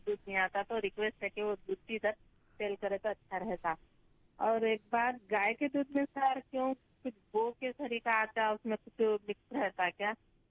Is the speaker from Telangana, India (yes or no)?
yes; Devarakonda, Telangana, India; ఎందుకంటే మాది దేవరకొండ, నల్గొండ జిల్లా దేవరకొండ, మా డైరీ ఫార్మ్